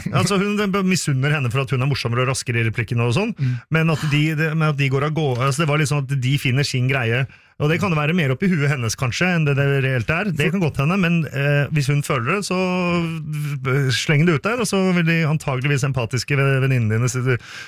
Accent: Finland; Norwegian is a second language; now in Norway; Jeg er finsk, vet du.

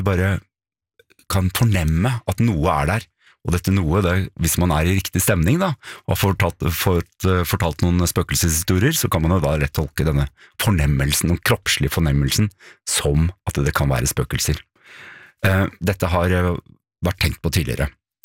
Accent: Edmonton, Alberta, Canada; Dette er altså kanadiske forskere fra Edmonton, og det kommer til å være et poeng snart at jeg er fra Edmonton.

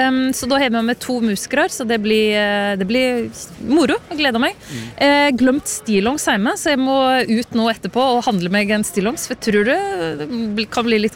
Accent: Edland, Vestfold og Telemark, Norway; Jeg vokste opp I Edland, øvst I Vinje kommune

